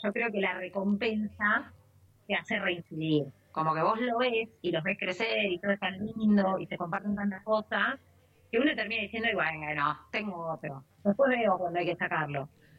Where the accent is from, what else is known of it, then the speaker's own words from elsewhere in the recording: La Plata, Buenos Aires Province, Argentina; Sí, yo soy de La Plata.